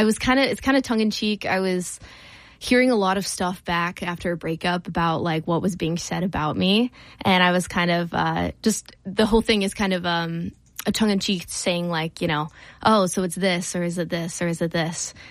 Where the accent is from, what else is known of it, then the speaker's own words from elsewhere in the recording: Chillicothe, Ohio, United States; now in Columbus, United States; I grew up in Chillicothe originally.